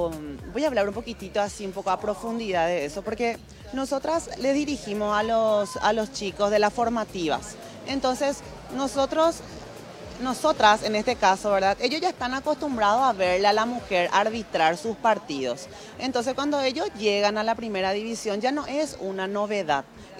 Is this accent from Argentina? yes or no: no; Paraguay